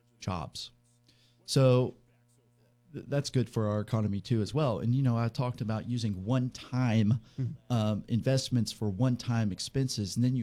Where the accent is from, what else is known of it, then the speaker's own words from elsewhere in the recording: Elkins, West Virginia, United States; I grew up, I'm originally from Elkins. I grew up as a YMCA gym rat in Elkins.